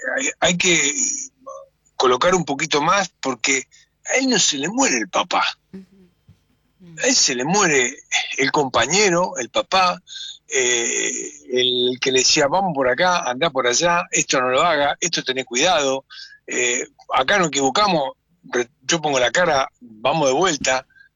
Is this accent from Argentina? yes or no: yes; Argentina; Y bueno, lo disfrutará, lo disfrutaremos como argentino.